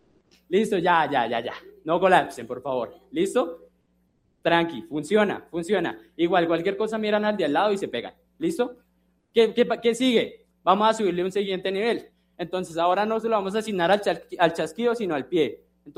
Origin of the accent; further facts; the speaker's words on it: Bogotá, Colombia; aquí yo soy Rolo, la verdad.